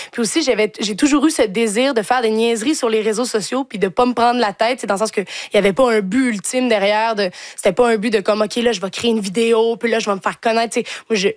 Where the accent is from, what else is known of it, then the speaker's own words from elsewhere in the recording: Quebec City, Quebec, Canada; now in Montreal, Canada; Là, moi, je viens de Québec, j'ai vu un petit peu des gens comme ça, puis je suis dans Hochelaga aussi